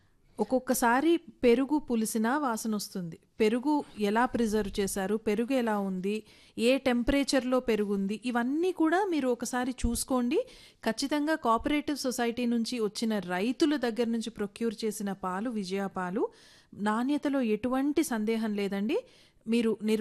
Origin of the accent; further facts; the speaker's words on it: Devarakonda, Telangana, India; ఎందుకంటే మాది దేవరకొండ, నల్గొండ జిల్లా దేవరకొండ